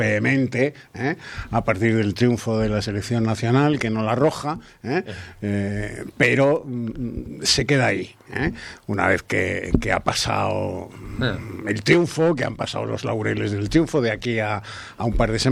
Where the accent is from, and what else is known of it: Spain